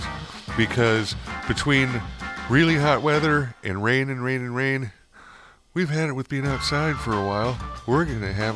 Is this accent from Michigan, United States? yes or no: yes; Detroit, Michigan, United States; when I grew up in Detroit.